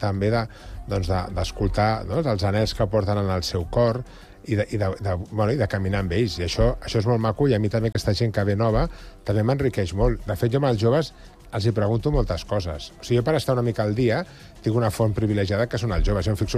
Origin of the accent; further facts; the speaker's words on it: L'Hospitalet de Llobregat, Catalonia, Spain; Jo soc d'Hospitalet, no? Ja l'hi deia abans a la Carme, no? I un punt de flamenquilla d'Hospitalet també el porto.